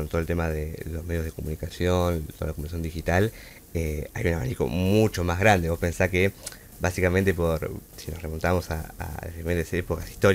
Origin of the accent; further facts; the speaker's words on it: Pinamar, Buenos Aires Province, Argentina; Buen día, ¿cómo están? Efectivamente, nacido y criado en Pinamar.